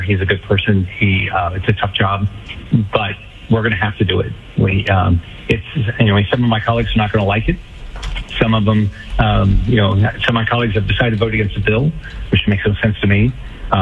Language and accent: English; Florida, United States; I'm from Florida, so we know how to work.